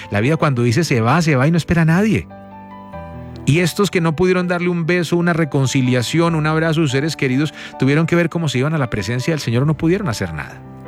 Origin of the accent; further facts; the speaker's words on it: Colombia; Si somos colombianos promedios